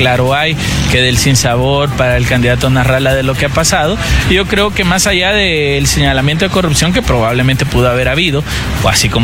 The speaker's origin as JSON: {"language": "Spanish", "country": "Honduras", "said": "como hondureños debemos reflexionar"}